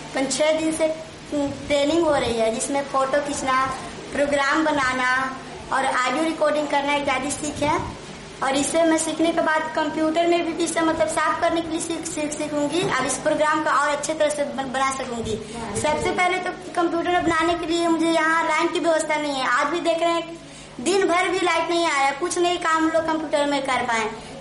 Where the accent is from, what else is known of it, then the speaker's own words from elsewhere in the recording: Kumhar Bigha, Bihar, India; मैं कुम्हार बिगहा से आती हूँ।